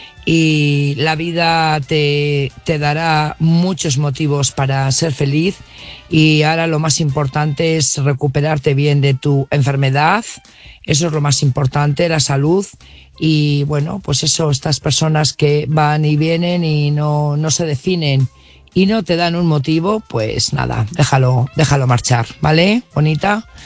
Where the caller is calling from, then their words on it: Burgos, Castile and León, Spain; corresponsal de Burgos.